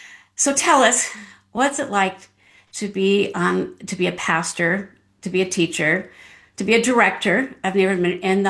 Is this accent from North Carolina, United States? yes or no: no; Phoenix, Arizona, United States; I was born and raised in Phoenix, and so I've seen the downtown area change greatly over the years.